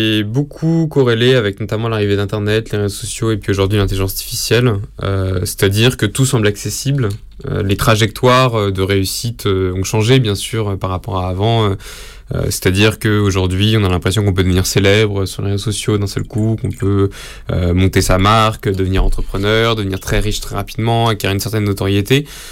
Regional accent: Paris, Île-de-France, France; j'ai toujours habité à Paris

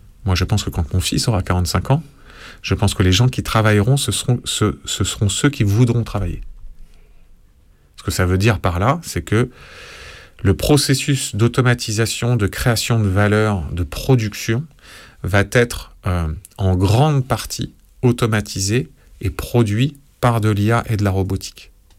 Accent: France

